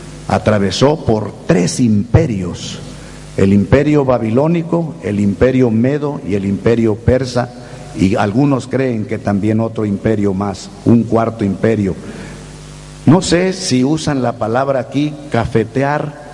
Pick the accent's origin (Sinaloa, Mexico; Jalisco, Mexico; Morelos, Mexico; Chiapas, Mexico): Chiapas, Mexico; born there; moved away; de mi tierra, Chiapas